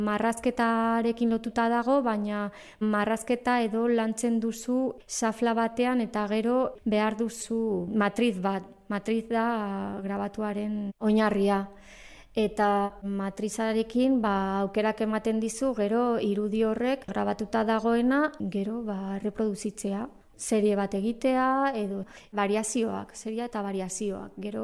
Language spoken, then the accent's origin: Basque; Bilbao, Basque Country, Spain; eta Bilbotik nator